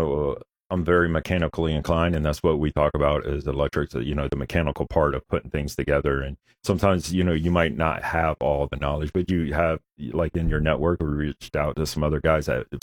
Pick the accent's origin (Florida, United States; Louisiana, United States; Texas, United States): Florida, United States; we're from Florida